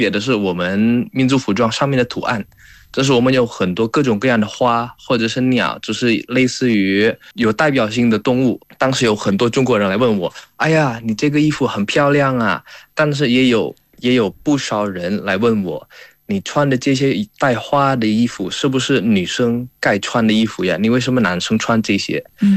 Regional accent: Indonesia; Chinese is a second language; now in China; 我是印尼人

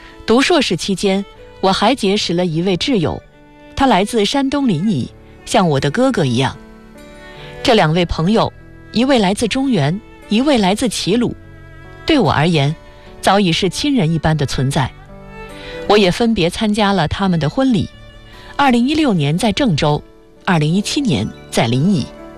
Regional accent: Nepal; Chinese is a second language

